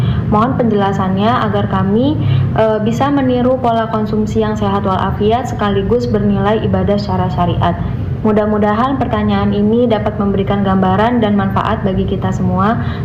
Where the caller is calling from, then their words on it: Tangerang, Banten, Indonesia; Saya berasal dari UIN Jakarta dan sekarang berdomisili di Ciledug.